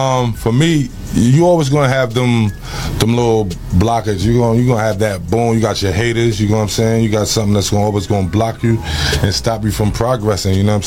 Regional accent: New York City, New York, United States; you know I'm from Harlem

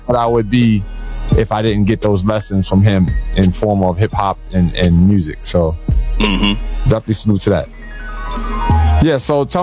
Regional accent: Bronx, New York, United States; is because I'm from the Bronx, I'm from the South Bronx

